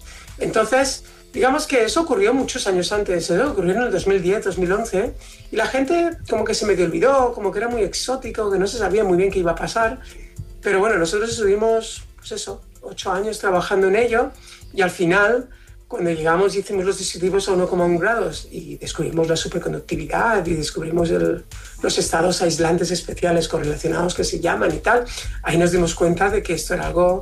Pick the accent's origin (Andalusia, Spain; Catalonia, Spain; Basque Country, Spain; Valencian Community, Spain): Valencian Community, Spain; Aquí la gente llama a cualquier cosa paella y como buen valenciano nos tenemos que corregir y puntualizar mucho.